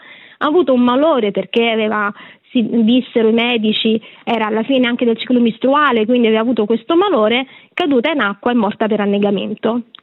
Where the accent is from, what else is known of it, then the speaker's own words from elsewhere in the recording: Rome, Lazio, Italy; io sono di Roma